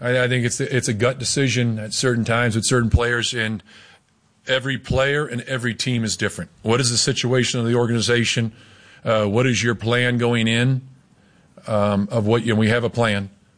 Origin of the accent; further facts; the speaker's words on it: Novato, California, United States; I grew up in the Bay Area. I grew up in Novato.